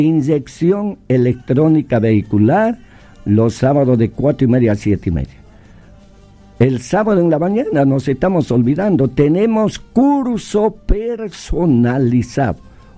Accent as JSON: {"language": "Spanish", "country": "Bolivia", "moved": "yes", "lives_now": "Buenos Aires, Argentina", "said": "nosotros como bolivianos"}